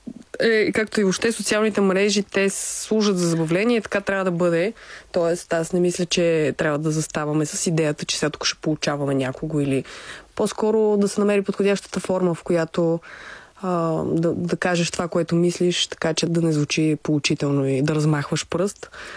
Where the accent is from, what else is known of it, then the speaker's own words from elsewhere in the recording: Shumen, Shumen Province, Bulgaria; moved away as an adult; now in Sofia, Bulgaria; Живяла съм в Шумен. Там съм родена и там съм си пораснала до момента, в който не дойдох в София, за да уча в НАТФИС.